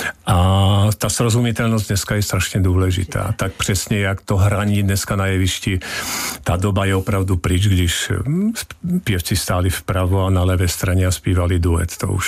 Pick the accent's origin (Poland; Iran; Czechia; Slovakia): Slovakia; accent: Slovak; first language Slovak; Czech is a second language; now in Czech Republic; Tak jak já i v češtině mám akcent pořád. Ten slovenský, ten měkký akcent tam zůstává.